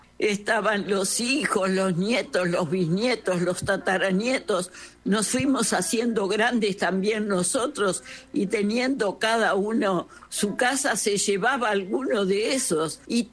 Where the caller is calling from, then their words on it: Buenos Aires, Argentina; de Belgrano R